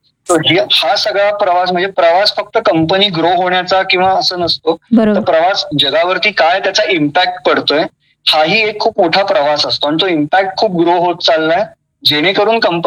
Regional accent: Maharashtra, India; पण मी मराठी हे मराठीतनच शिकलो.

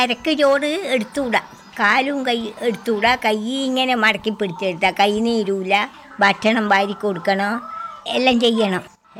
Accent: Mundorappoyil, Kerala, India; എന്റെ വീട് അങ്ങ് മുണ്ടോറപ്പൊയിലെന്ന് പറയും.

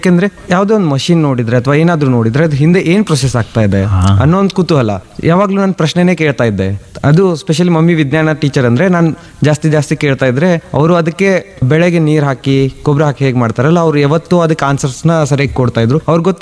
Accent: Sindholi, Karnataka, India; ನಮ್ಮ ಹುಟ್ಟೂರು ಇಲ್ಲಿ ಸಿಂಧೋಳಿ ಅಂತ, ಬೆಳಗಾವಿಯಿಂದ 10 ಕಿಲೋಮೀಟರ್ ದೂರ ಇದೆ.

